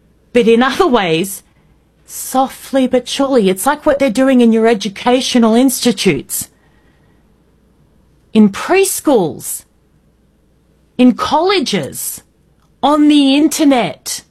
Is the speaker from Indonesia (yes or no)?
yes; Indonesia; also born or lived in Australia; I grew up in Indonesia, the world's largest Muslim nation. I speak the language.